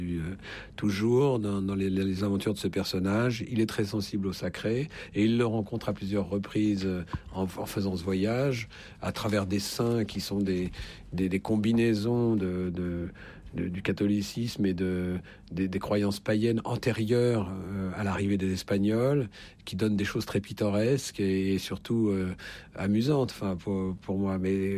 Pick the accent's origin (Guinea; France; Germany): France; Paris, Île-de-France; en tant que petit Parisien, je ne connaissais pas Paris, je connaissais juste mon quartier.